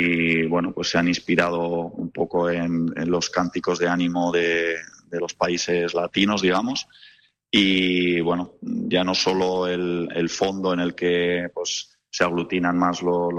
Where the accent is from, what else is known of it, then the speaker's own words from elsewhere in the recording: Spain; now in Japan; ahora podemos decir con orgullo que somos españoles y que estamos muy bien considerados.